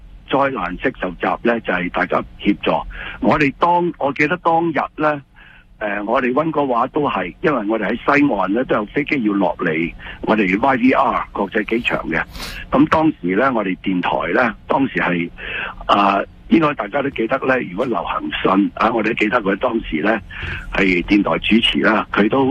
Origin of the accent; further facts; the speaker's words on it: Canada; 我哋加拿大人